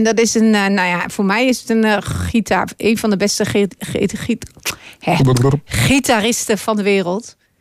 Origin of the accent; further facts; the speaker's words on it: Netherlands; dan zijn wij Nederlanders wel heel rustig.